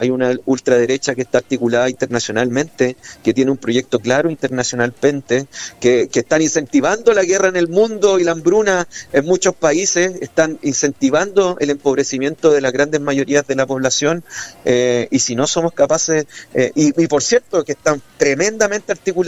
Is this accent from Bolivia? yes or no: no; Rapel, O'Higgins, Chile; muy especialmente a los vecinos de Rapel, mi pueblo